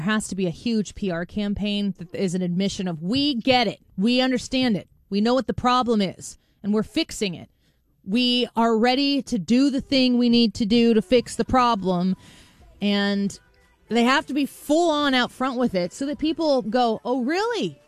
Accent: Illinois, United States; I'm here in St. Louis, and I consider myself, I tell people, like, where are you from? St. Louis. It's just easier. And then you say the Illinois side

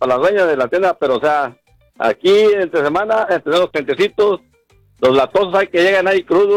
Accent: Mexico; moved away; Soy mexicano

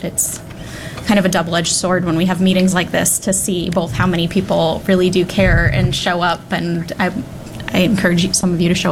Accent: Coös County, New Hampshire, United States; I grew up in Colas County, where the population is significantly French Canadian. It was not rare to walk around grocery stores or go to restaurants, a hair salon, and have somebody having a full French conversation in the chair next to you.

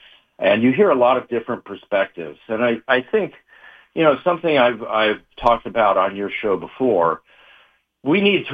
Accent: Ohio, United States; now in New Hampshire, United States; I grew up in the Midwest in Ohio

